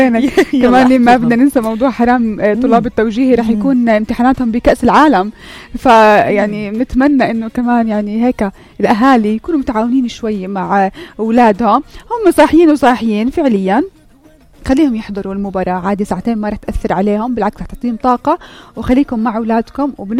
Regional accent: Jordan; وإحنا كمان كأردنيين مفتخر بمنتخبنا

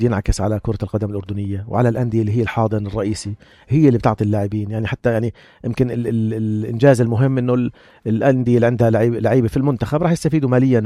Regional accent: Jordan

